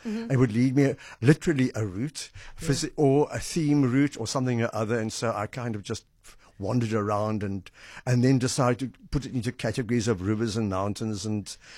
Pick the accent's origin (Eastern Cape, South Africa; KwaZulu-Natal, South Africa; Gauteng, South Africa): Eastern Cape, South Africa; Uitenhage; born there; moved away as an adult; also born or lived in Grahamstown / Port Elizabeth; now in Durbanville, South Africa; I was born in Uitenhage, which is Kariga. I was educated in Grahamstown, which is Makanda. Started teaching in PE, which is Kaberga. And now I live in Cape Town. Well, actually, I live in Durbanville, which mercifully changed its name many years ago from Pampoenkraal.